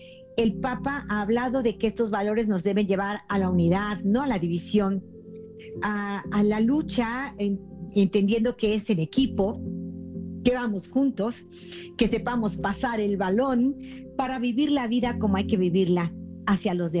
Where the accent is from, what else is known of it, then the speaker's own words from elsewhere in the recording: Mexico; Nosotros obviamente como mexicanos queremos echarle porras a nuestro México